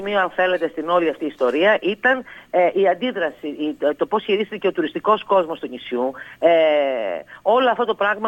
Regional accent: Greece; είμαι Ελληνίδα

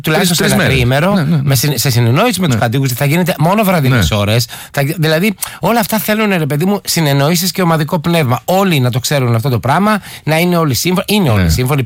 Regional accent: Apeiranthos, South Aegean, Greece; Δεν ξέρω αν έχετε πάει στην Απήρανθο να πάτε, που είναι το χωριό μου

